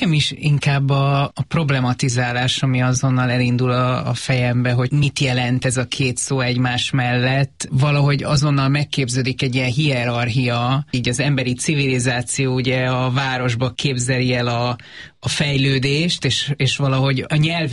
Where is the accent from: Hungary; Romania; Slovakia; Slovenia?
Hungary; Pécs, Baranya; Ugye én pécsi vagyok, ez is érdekes, hogy bár vidéki, de Pécs belvárosában nőttem föl.